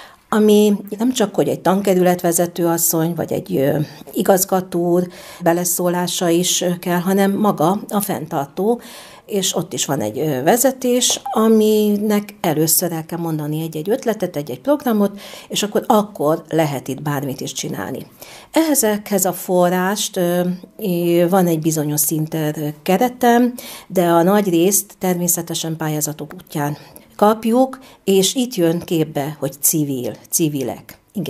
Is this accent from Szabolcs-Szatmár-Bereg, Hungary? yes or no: yes; Nyíregyháza, Szabolcs-Szatmár-Bereg, Hungary; Mivel én tőzsgyökeres sóstóhegyi vagyok, említettem, én ide jártam iskolában, a szüleim is idevalóak, nagyszüleim is.